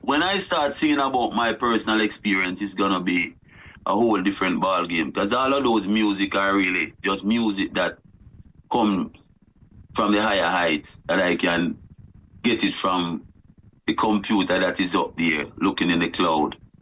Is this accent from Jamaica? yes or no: yes; Jamaica; And Rasta Philosophy, as a Jamaican, up to today, as we speak, Rasta have brought, I would say, the most tourists, the most money, the most to the country.